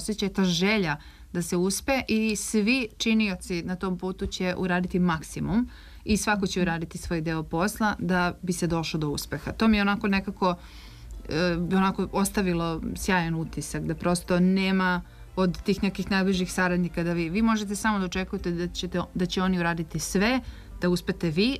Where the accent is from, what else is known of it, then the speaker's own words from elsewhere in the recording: Serbia; kad sam rekla … ja sam iz Srbije i tako da.